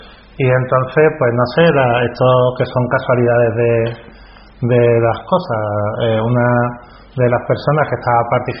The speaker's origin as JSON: {"language": "Spanish", "town": "Seville", "region": "Andalusia", "country": "Spain", "tie": "born there", "said": "cerca de Santa Catarina, que era muy cerca, sí, de donde yo nací."}